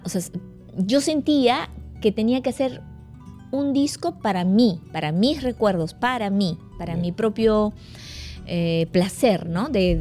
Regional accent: Santiago de Paucaray, Ayacucho, Peru; Soy ayacuchana, de un pueblo muy pequeño, muy musical, de muchas fiestas.

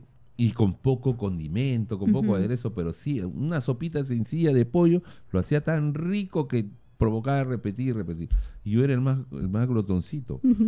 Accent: Pucallpa, Ucayali, Peru; en mi niñez, allá en Pucallpa, creo que comíamos muy sano.

